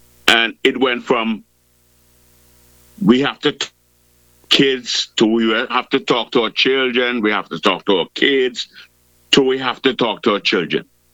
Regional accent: Liberta, Antigua & Barbuda; born there; I am just about 150 feet from where I was born on Barbecue Hill.

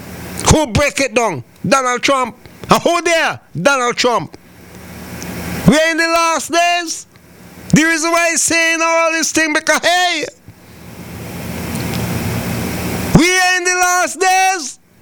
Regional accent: St. Vincent & Grenadines; St. Vincent and the Grenadines, my hometown.

